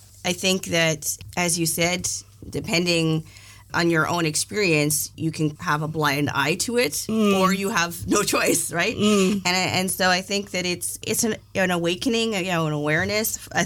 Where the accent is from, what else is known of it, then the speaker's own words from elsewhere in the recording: Canada; I have a life of privilege as a Canadian and living in a white body.